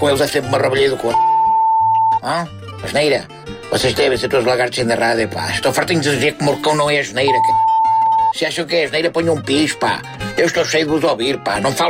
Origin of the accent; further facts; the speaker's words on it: Porto, Norte, Portugal; sou do Porto